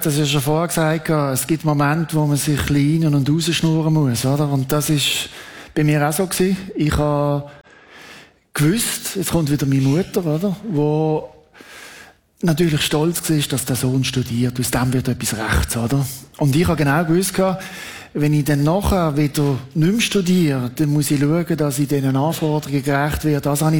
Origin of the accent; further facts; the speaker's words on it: Switzerland; schau, ich bin Schweizer, mir ist da, ich bin neutral